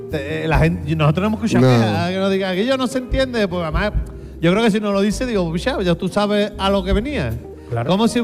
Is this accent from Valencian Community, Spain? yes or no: no; Andalusia, Spain; accent: Andalusian; Sentirnos orgullosos de San Andalucía y que la gente venga a divertirse con nuestro acento.